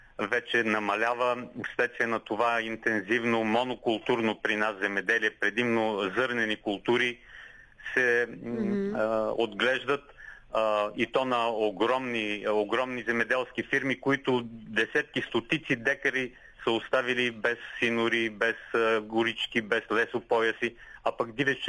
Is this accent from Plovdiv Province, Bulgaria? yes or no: no; Montana Province, Bulgaria; Ломския край, откъдето съм родом